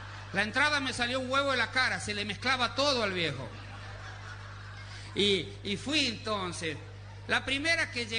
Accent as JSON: {"language": "Spanish", "town": "Colonia Viñó", "country": "Argentina", "tie": "born or raised there", "said": "fue en mi pueblo, en Colonia Viñó. Yo nunca había visto un festival, me acuerdo que me llevaron, yo era chiquito, usaba el bombachón azul, me acuerdo."}